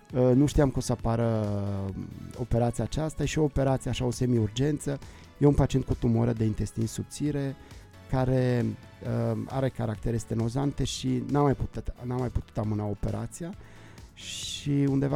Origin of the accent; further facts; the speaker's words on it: Transylvania, Romania; Eu sunt din Ardeal